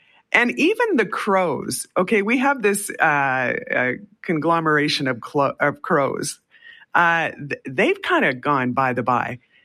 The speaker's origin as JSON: {"language": "English", "town": "Brandon", "region": "Manitoba", "country": "Canada", "tie": "born or raised there", "moved": "yes", "lives_now": "Winnipeg, Canada", "said": "I grew up in Brandon"}